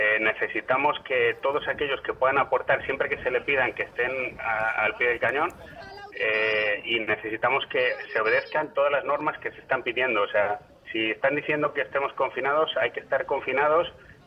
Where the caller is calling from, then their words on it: Ávila, Castile and León, Spain; No, yo no estoy en Ávila, me ha pillado fuera